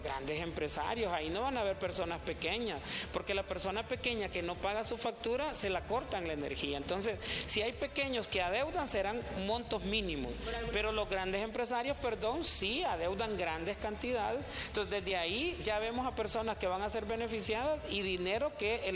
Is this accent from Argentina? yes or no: no; Honduras; por lo que conozcamos nosotros como hondureños